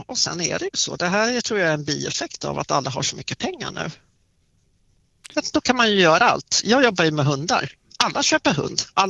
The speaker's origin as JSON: {"language": "Swedish", "country": "Italy", "said": "Jag är ju från Italien så att jag tutar en hel del."}